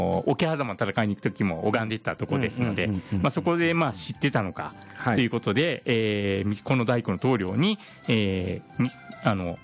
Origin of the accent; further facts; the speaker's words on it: Ise, Mie, Japan; 三重県に、伊勢戦国時代村と、まあ、私の地元なんですけれども、伊勢に、